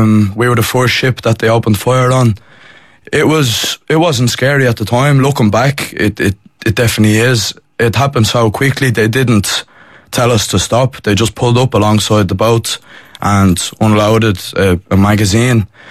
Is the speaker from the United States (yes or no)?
no; Ireland; For the Palestinians, but also for us as Irish people as well